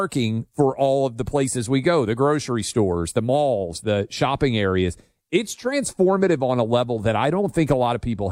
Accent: Tennessee, United States; in my home state of Tennessee every day

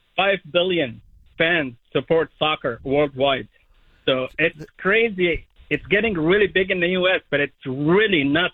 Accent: Cairo, Cairo Governorate, Egypt; now in Shrewsbury, United States; I grew up in Cairo, Egypt

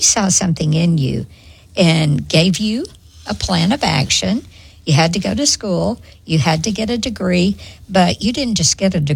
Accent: the South, United States; I'm a lady from the South.

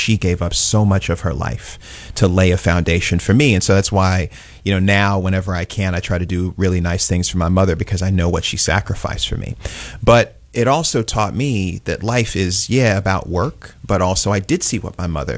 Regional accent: Maywood, Illinois, United States; also born or lived in Westchester, Illinois; I grew up in Maywood in Westchester. So my mother bought our house in Westchester when I was five. My grandparents lived in Maywood.

